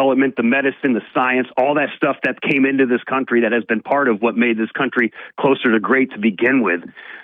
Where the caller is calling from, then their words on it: Binghamton, New York, United States; from Binghamton.